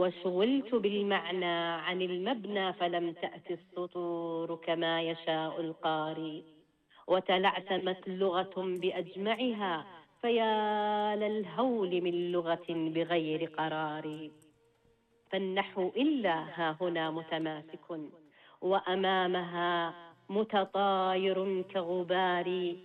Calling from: Riyadh, Riyadh Province, Saudi Arabia

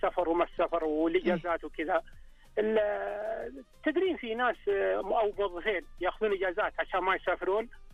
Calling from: Al Quwayiyah, Riyadh Province, Saudi Arabia; أنا كلكم محافظة القوعية.

